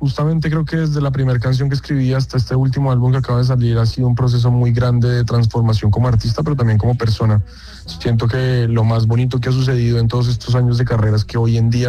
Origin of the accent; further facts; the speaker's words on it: Ibagué, Tolima, Colombia; moved away; Pues nací en Ibagué, Tolima.